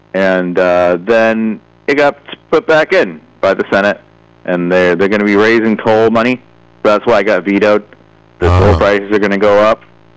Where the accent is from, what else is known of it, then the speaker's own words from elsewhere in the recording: Merrimack, New Hampshire, United States; I never thought I'd say that growing up in Merrimack